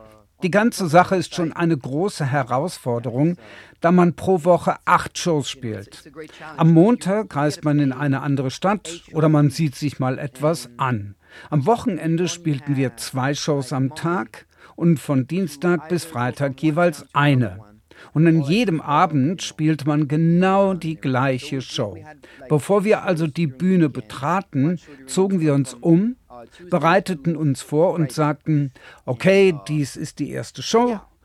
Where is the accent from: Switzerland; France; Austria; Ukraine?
France; German is a second language; Bartok, Stravinsky und als Franzose natürlich Ravel.